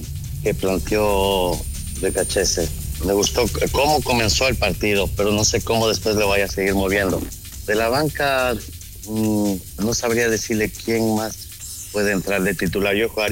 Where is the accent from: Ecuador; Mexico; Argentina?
Ecuador; Como buen ecuatoriano, como amante de mi país